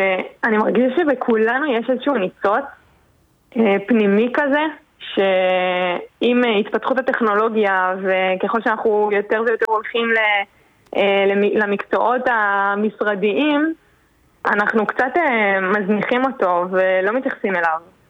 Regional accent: Southern District, Israel; אנחנו גם מהדרום, אזור קריית גת

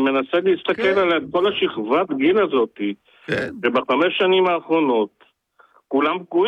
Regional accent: Afula, Northern District, Israel; אני גדלתי בעיר קטנה, באפולה, עיירת פועלים, של אשכנזים ותימנים ורומנים וכולם יחד

